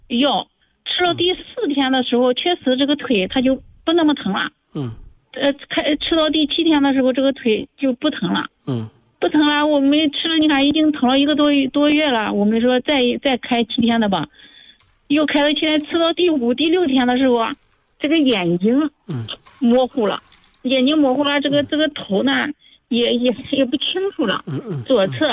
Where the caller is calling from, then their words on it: Shandong, China; 你好，我是山东的，我今年59岁。